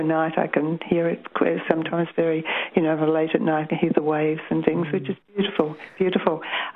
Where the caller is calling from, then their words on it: Umina Beach, New South Wales, Australia; Hello, Ashwin. Umeana Beach in New South